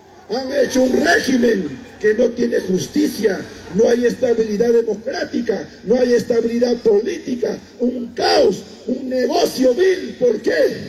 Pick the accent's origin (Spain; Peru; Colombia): Peru